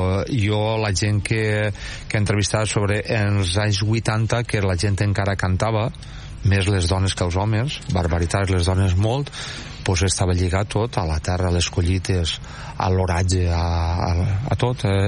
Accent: Valencian Community, Spain; Jo soc de la comarca de la Costera, la capital és Xàtiva, i bueno, ha sigut un poble llaurador tota la vida.

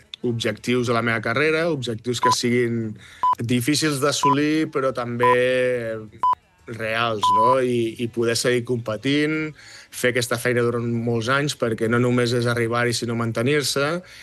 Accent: Badalona, Catalonia, Spain; moved away as an adult; now in New York, United States; els meus fills han nascut aquí, soc de Badalona i català

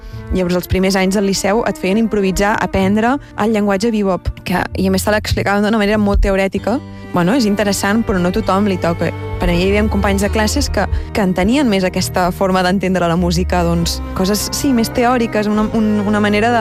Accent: Catalonia, Spain; com a catalans o com a gent que vivim a la Mediterrània o hem crescut a la Mediterrània

